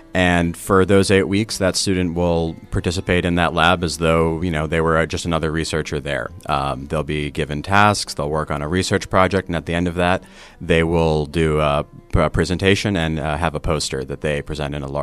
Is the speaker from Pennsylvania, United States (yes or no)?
yes; Philadelphia, Pennsylvania, United States; now in Pittsburgh, United States; Originally, I'm from Philadelphia, but I went to University of Pittsburgh and then moved back to the city and have been here ever since.